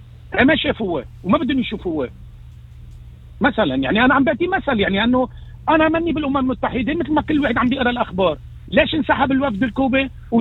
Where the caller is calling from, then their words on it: Lebanon; أنا كلبناني